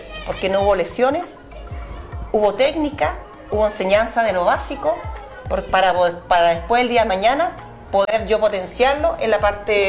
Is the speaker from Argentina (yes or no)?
no; Chile; uno siendo chilena, tener la posibilidad de representar a Chile es maravilloso.